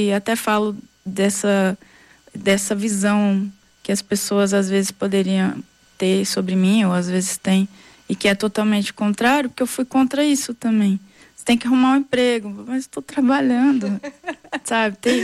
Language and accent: Portuguese; Minas Gerais, Brazil; E sou mineira, cabreira, né? Tô sempre meio desconfiada, assim.